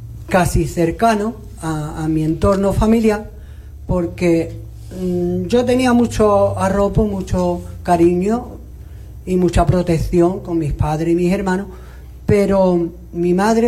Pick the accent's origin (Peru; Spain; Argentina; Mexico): Spain; Punta Umbría, Andalusia; nací y me crié en Punta Umbría, Huelva, así que soy choquero.